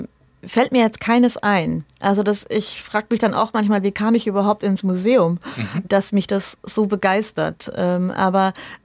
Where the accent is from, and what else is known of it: Lohr am Main, Bavaria, Germany; born there